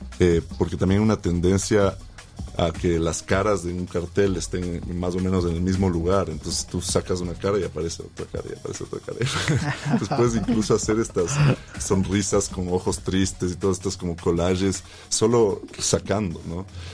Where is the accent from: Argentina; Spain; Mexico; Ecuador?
Ecuador; also born or lived in Quito; Es un nivel burocrático de cómo somos los ecuatorianos.